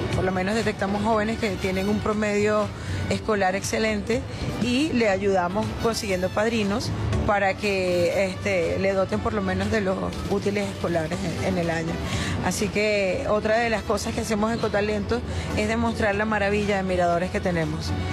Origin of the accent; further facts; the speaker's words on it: Caracas, Capital District, Venezuela; como líder comunitario, que nací y me crié en la Cota 905